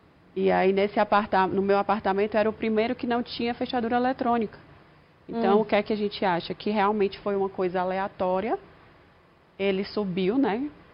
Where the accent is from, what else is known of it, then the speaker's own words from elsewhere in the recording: Fortaleza, Ceará, Brazil; moved away; E eu não tenho ninguém, eu não sou daqui, eu sou de Fortaleza.